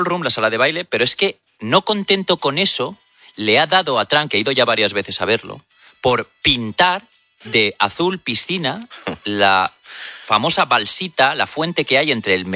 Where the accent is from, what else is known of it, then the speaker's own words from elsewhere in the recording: Valencian Community, Spain; cuando saben que soy español, ¿Barça o Real Madrid? Yo digo, ninguno, yo soy del Valencia. Yo soy che.